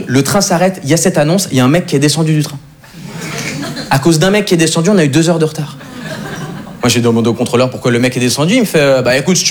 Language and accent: French; Switzerland; now in France; moi je suis pas parisien, je suis pas français. Moi en réalité je suis suisse.